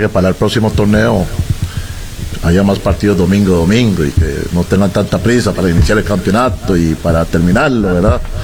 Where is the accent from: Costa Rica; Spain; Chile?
Costa Rica; nosotros no estamos en Europa, ni somos europeos, somos más ticos que el agua dulce